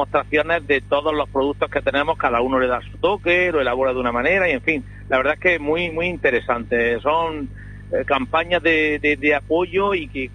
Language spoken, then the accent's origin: Spanish; Almería, Andalusia, Spain; Los primeros que tenemos que tener un sitio donde poder tenerlo somos los almerienses